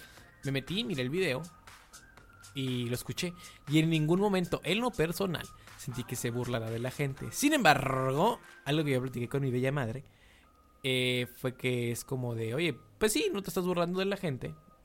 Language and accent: Spanish; Mexico; todo lo que nos une como buenos mexicanos